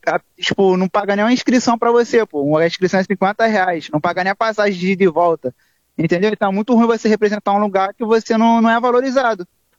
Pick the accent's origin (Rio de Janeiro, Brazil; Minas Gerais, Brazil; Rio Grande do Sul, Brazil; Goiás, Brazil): Rio de Janeiro, Brazil; Cabo Frio; Porém, de onde que eu sou? Eu sou de Cabo Frio.